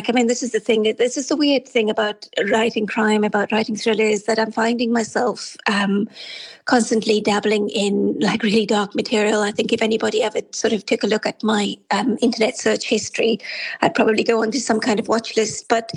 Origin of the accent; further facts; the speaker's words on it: Cape Town, Western Cape, South Africa; moved away as an adult; now in Galway, Ireland; So I'm from South Africa originally, from Cape Town, and I was stolen away by an Irishman 17 years ago. So we now live in Galway, and I've been here for 17 years now.